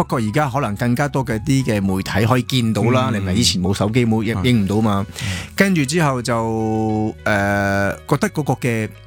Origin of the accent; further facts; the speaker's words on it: France; also born or lived in Hong Kong; 四五岁过去之后就吓嗰边就住咗廿年啦。